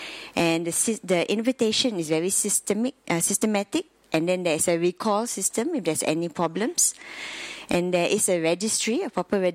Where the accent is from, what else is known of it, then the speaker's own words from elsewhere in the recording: Malaysia; So I'm from Malaysia.